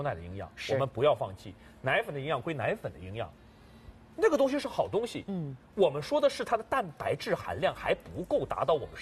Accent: China; 我们中国人也有这样的呀。

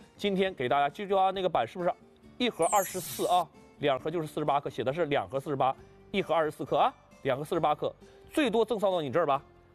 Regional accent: Heilongjiang, China; 作为我一个北方人，从小在北方长大，黑龙江长大的孩子来说

